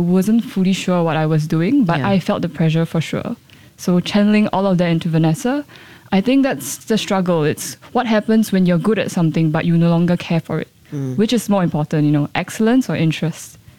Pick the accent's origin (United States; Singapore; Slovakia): Singapore; growing up in Singapore